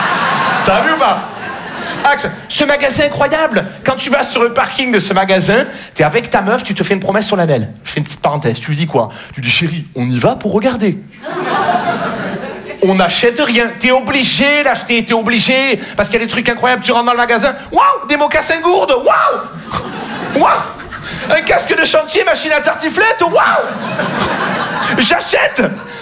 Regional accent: Marseille, Provence-Alpes-Côte d'Azur, France; parce que chez moi, à Marseille, la ceinture, ça ne sert à rien.

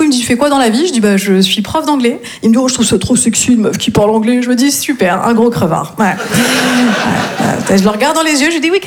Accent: north-east France, France; moved away as an adult; now in Marseille, France; Je viens du nord-est de la France et je me suis installée à Marseille il y a tout juste 3 ans et demi.

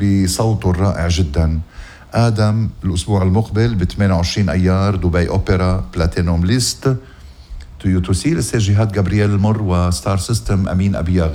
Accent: Lebanon; بوطننا لبنان،

